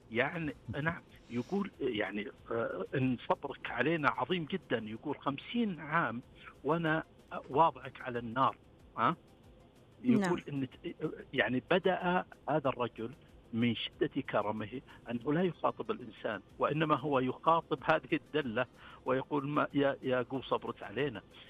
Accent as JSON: {"language": "Arabic", "area": "Ha'il", "region": "Ha'il Province", "country": "Saudi Arabia", "said": "نحن في حائل"}